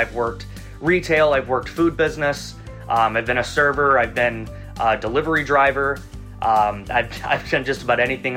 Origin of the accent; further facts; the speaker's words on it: LaPorte, Indiana, United States; I'm born and raised in LaPorte, so yeah, small towns are who I am. I'm born and raised in Indiana as well